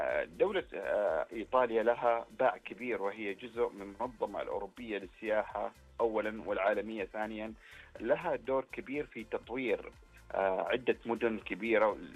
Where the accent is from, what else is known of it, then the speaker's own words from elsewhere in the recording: Saudi Arabia; عندنا في المملكة العربية السعودية